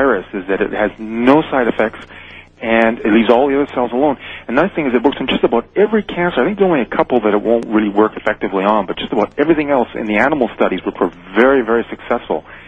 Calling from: Winnipeg, Manitoba, Canada; I'm calling from Winnipeg, Manitoba.

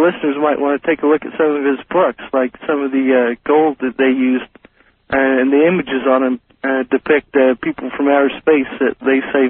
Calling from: Colby, Kansas, United States; I'm calling from Colby, Kansas

